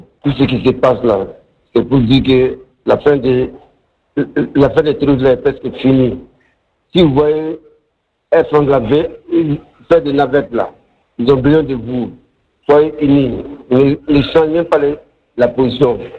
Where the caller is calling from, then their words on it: Burkina Faso; Moi, j'appelle de Bourgogne, Burkina Faso.